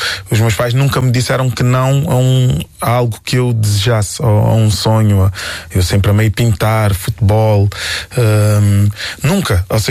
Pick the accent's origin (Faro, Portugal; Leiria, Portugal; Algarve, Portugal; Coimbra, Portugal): Algarve, Portugal; Quarteira; moved away as an adult; now in Lisbon, Portugal; Já disse, não, eu sou de Quarteira.